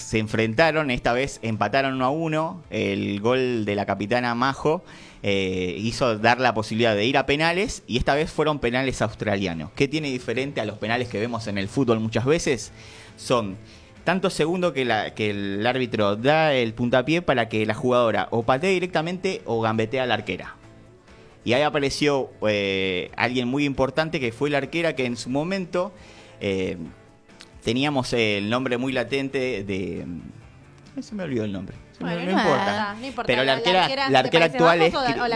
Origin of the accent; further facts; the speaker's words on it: San Fernando, Buenos Aires Province, Argentina; Yo soy de San Fernando